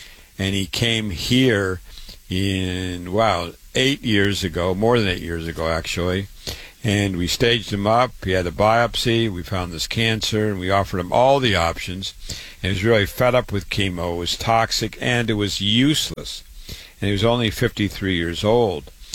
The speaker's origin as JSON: {"language": "English", "town": "Waterloo", "region": "Iowa", "country": "United States", "tie": "born or raised there", "said": "born and raised in Waterloo, Iowa."}